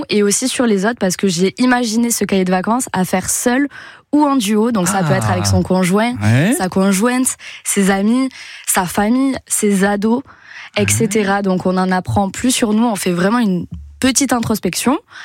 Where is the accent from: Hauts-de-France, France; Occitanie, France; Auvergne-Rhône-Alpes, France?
Occitanie, France; Toulouse; accent: Toulouse; Ben, je suis toulousaine, je crois que ça s'entend à l'accent ou pas ?